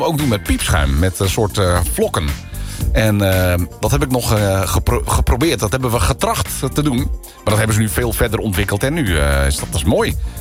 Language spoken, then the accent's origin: Dutch; Friesland, Netherlands; Dus je hebt ook Drachten, is ook heel groot bij ons in Friesland.